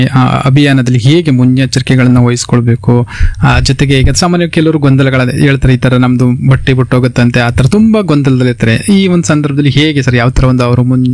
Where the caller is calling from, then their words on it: Sagare, Karnataka, India